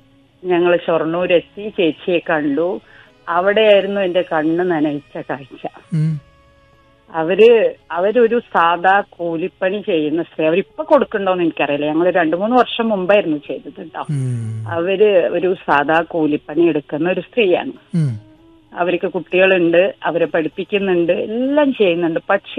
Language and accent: Malayalam; Manjeri, Kerala, India; ഞാൻ മഞ്ചേരി തുറക്കൽ തന്നെയാണ്.